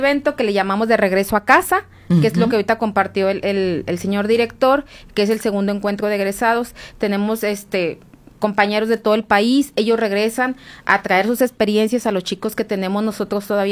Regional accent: Coahuila, Mexico; somos coahuilenses

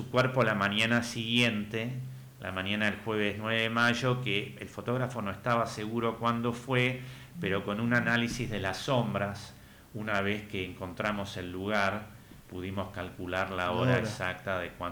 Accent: Argentina

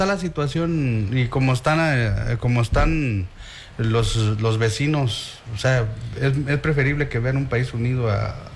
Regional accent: Zacatecas, Mexico; now in Tabasco, Mexico; Yo soy de Zacatecas. Yo soy de Zacatecas.

